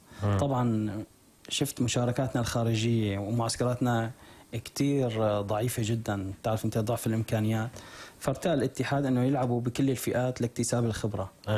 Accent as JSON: {"language": "Arabic", "region": "Hama Governorate", "country": "Syria"}